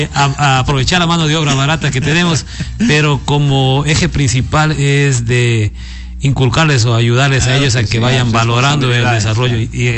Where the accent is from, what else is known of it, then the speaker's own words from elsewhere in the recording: Cariamanga, Loja, Ecuador; Somos del sur del país, de un cantón, Calvas, una tierra bonita.